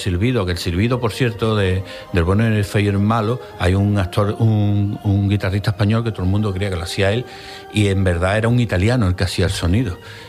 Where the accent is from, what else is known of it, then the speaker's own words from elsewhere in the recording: Mexico; Y como soy mexicano, bandolero del siglo XIX, cooperó en Sinaloa y Durango.